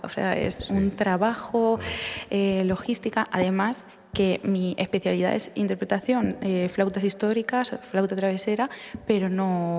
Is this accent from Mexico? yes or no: no; Villarrobledo, Castilla-La Mancha, Spain; also born or lived in Estonia / Netherlands; yo salí a estudiar fuera también, estuve en Estonia, en Holanda, vi muchas cosas, mi tierra siempre estaba ahí presente, ¿no? Y bueno, pues tenía como también la espinita de seguir creciendo y acercando este repertorio no solo a Villarrobledo, sino a toda la región